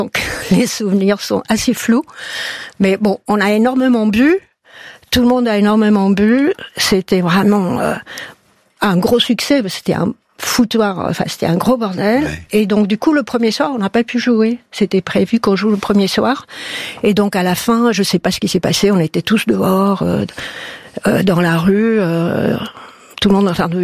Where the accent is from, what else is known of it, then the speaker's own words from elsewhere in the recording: France; on est des … from France, comme c'est marqué sur l'affiche.